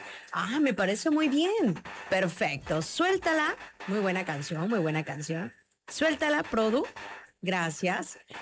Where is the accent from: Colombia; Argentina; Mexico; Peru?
Mexico; todos como buenos mexicanos